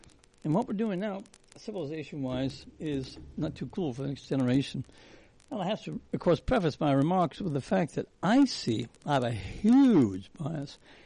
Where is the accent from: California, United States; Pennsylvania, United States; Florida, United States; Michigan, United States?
Michigan, United States; Michigan, which is my home state.